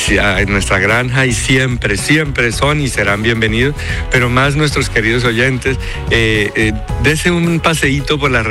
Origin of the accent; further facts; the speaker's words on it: Villeta, Cundinamarca, Colombia; yo soy de Villeta y toda mi familia crecimos en medio de la caña y siempre por la caña y produciendo panela